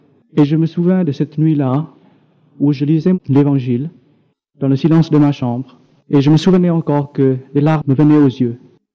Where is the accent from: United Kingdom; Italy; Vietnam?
Vietnam; moved away as an adult; Je viens du Vietnam et vous le savez tous, c'est une terre meurtrie, c'est une terre de souffrance. Et à l'âge de 18 ans, lorsque j'avais quitté mon pays en 68